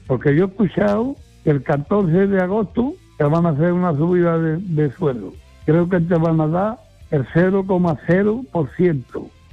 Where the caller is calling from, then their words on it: Padul, Andalusia, Spain; de Padul.